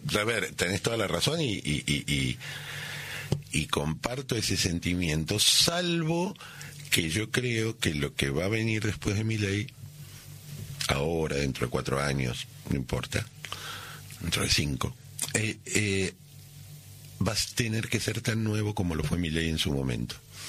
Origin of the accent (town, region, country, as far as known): Argentina